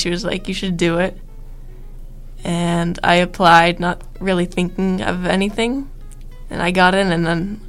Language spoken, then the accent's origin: English; Pittsburgh, Pennsylvania, United States; I grew up in the Frick Park area